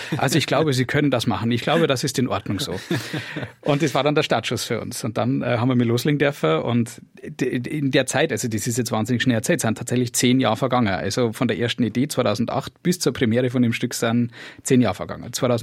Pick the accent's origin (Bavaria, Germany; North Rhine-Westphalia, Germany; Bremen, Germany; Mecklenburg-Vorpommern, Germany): Bavaria, Germany; accent: Bavarian; da habe ich gemerkt, wie unangenehm mir das war, wenn man mich als Bayern geoutet hat.